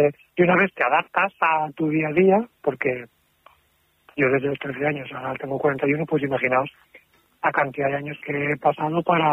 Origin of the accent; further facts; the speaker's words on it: Valencia, Valencian Community, Spain; yo soy de Valencia